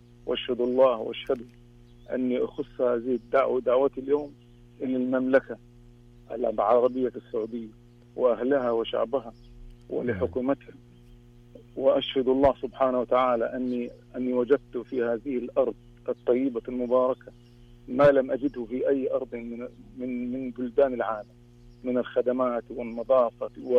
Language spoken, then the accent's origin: Arabic; Egypt; انا مصري.